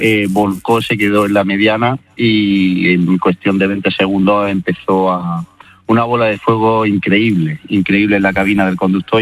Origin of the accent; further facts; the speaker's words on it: Loja, Andalusia, Spain; now in Almería, Spain; como bien ya le he dicho, soy natural de Loja y resido actualmente en Almería.